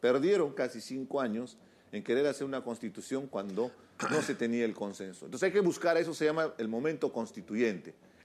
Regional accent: Peru; Tú eres de derecha, yo soy de izquierda, pero al final somos peruanos.

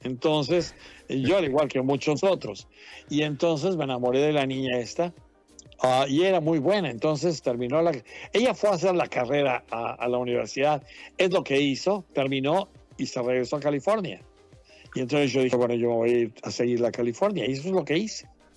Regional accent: Quebec, Canada; also born or lived in Mexico; yo nací en México, pero crecí en Quebec, en Canadá.

